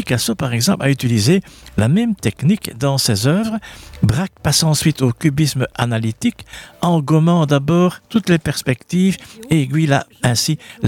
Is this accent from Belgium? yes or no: yes; Belgium; en tant que Belge